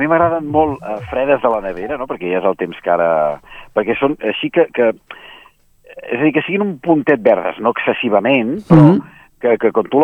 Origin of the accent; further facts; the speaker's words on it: Catalonia, Spain; nosaltres som de la Catalunya Vella, que en diem